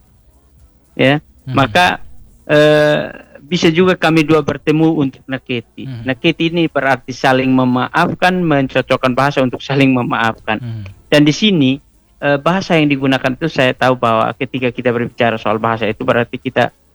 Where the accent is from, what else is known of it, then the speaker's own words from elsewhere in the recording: East Nusa Tenggara, Indonesia; ritualnya dalam kalangan kami orang Atoni itu adalah naketi.